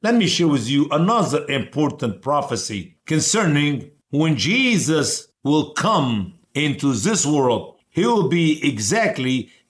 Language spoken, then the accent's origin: English; Venice, Florida, United States; And I say, "I am from Venice, Florida." And if they're not familiar with it, I say, "It is an hour south of Tampa.